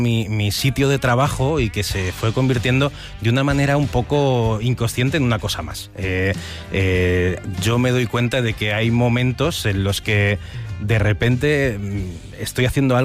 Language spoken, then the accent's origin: Spanish; Talavera de la Reina, Castilla-La Mancha, Spain; decido quedarme un poco en Talavera, que es de donde soy, y marcarme un poco el cómo va a ser mi vida a partir de ahora. Y yo me doy cuenta de que una parte ineludible de mi vida es lo que yo fui de pequeño